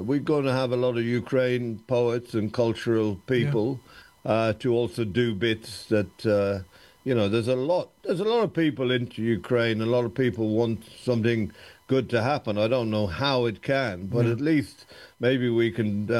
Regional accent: Ireland

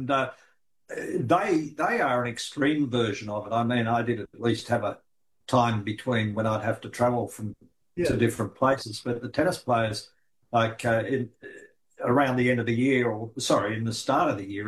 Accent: Australia; born there; Now I'm from English stock. I think my great grandfather was Cornish, although I was born in Australia myself and think of myself as Australian.

